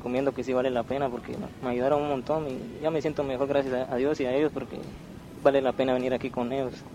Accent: Guatemala City, Guatemala Department, Guatemala; Vengo aquí de la capital, de la zona 7, del Amparo 1.

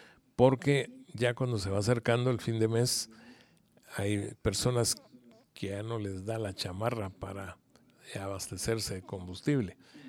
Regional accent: Guatemala City, Guatemala Department, Guatemala; somos capitalinos

